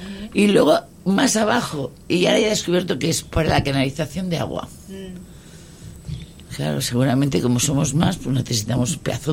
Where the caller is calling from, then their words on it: Barcelona, Catalonia, Spain; Yo soy de Barcelona.